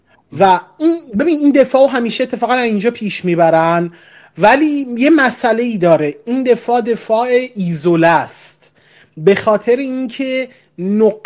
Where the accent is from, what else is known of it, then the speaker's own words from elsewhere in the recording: Iran; من به عنوان یه ایرانی